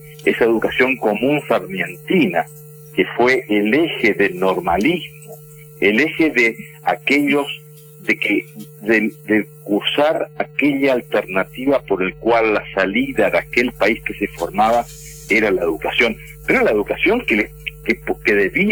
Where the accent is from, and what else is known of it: Argentina